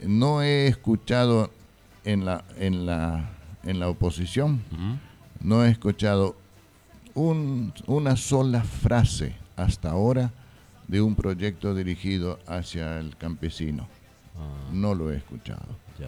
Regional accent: Fram, Itapúa, Paraguay; born there; moved away; also born or lived in Argentina; Y mi terruño, porque aquí nací, mi terruño Fram. Y vine a Fram a vivir y a trabajar por este terruño

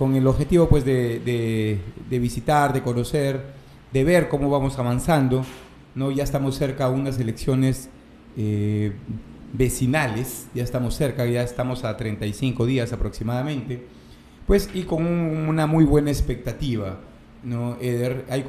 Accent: Piura, Peru; also born or lived in Tambogrande, Peru; de mi infancia la pasé aquí en Tambo Grande, exactamente en el Valle de los Incas, en Huiracocha. ¿No? Si bien es cierto, yo nací en Piura, en el asentamiento humano Pachitea, pero parte de mi infancia la pasé aquí, en Huiracocha, en el Valle de los Incas.

